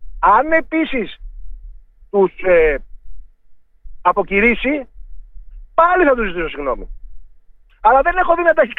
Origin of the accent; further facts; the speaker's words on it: Crete, Greece; εγώ κύριε Κυριακάκη, όπως ξέρετε, κατάγομαι από την Κρήτη.